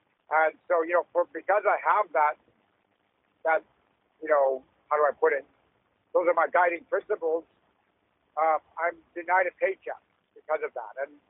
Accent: Canada; the state that we were in as a Canadian society

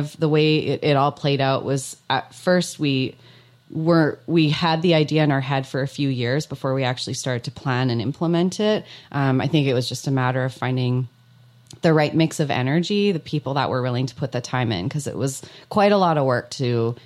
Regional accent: Alberta, Canada; now in Okanagan, Canada; when I grew up in Alberta

